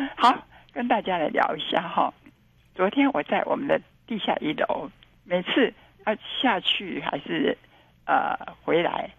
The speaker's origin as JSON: {"language": "Chinese", "country": "Taiwan", "said": "又是我们台湾人"}